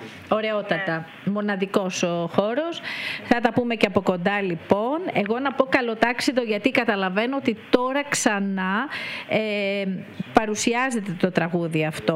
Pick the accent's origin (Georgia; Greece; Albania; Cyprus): Greece; Samos, North Aegean; είμαστε από τη Σάμου